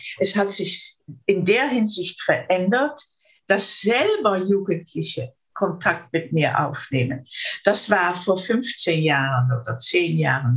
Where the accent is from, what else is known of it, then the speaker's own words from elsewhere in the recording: Netherlands; German is a second language; ich bin ja Niederländerin, ab und zu ist es nicht so einfach, um mich auf Deutsch richtig auszudrücken